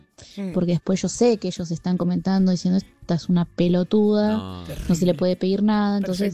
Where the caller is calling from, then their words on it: Ezeiza, Buenos Aires Province, Argentina; de Seiza.